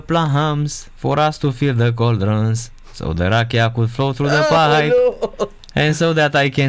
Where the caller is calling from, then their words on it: Tâncăbești, Ilfov, Romania; Eu sunt din Tâncăbești și am făcut la Severin armata.